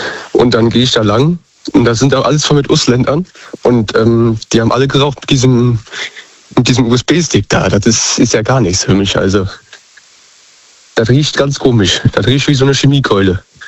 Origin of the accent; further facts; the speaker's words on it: Westerwald, Germany; Ich komme aus Westerwald.